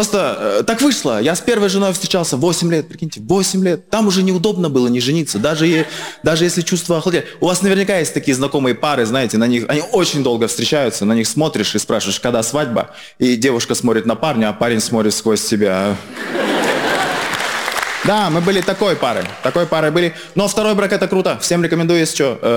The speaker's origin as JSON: {"language": "Russian", "country": "Kazakhstan", "said": "Я из Казахстана"}